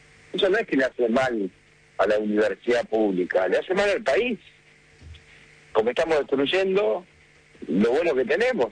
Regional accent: Argentina

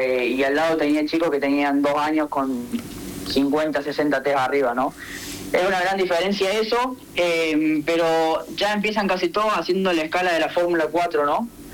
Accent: Argentina; now in Spain; el único argentino.

